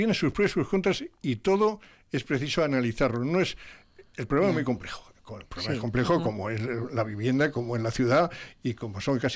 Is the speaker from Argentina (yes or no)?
no; Segovia, Castile and León, Spain; born there; Bueno, yo nací en Segovia durante años. No he vivido nunca allí, pero bueno, iba a los veranos a la familia.